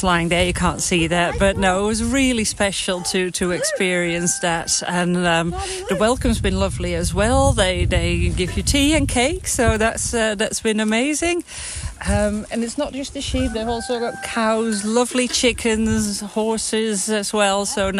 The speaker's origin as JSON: {"language": "English", "country": "Netherlands", "said": "I am from the Netherlands originally, and we're currently on holiday here in Shetland for about 2 weeks."}